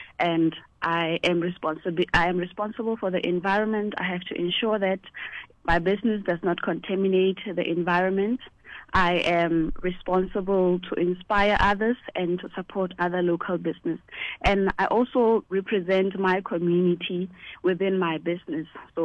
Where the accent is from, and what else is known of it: South Africa; born or raised there